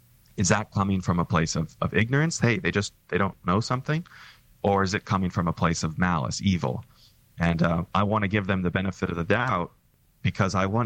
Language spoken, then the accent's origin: English; California, United States; And in fact, I'm from Silicon Valley, where a lot of people are hardcore capitalists.